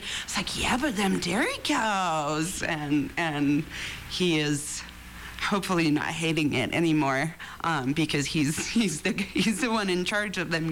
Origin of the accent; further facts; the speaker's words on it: Paris, Île-de-France, France; But I was born and raised in France by two passionate musicians, right in Paris, really.